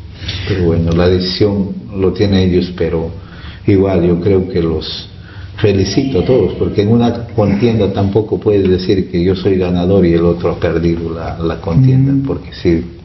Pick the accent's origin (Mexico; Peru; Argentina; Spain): Peru; Jorobamba, Amazonas; Yo he sido alcalde en mi pueblo de Jorobamba